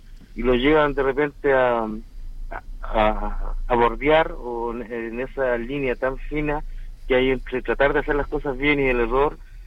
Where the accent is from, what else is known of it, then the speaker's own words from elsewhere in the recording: Copiapó, Atacama, Chile; now in La Serena, Chile; Yo estoy llegando acá del norte, soy de Copiapó, tercera región, de Atacama, y estoy viviendo en este momento aquí en la ciudad de La Serena.